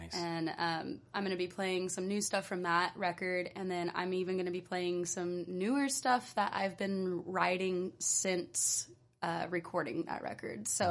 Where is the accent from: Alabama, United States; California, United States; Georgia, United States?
California, United States; Humboldt; also born or lived in Santa Cruz; Well, I'm five generations on both sides of the family. I'm from Humboldt. So this place has always been home. And then Santa Cruz kind of became my home for 6 years.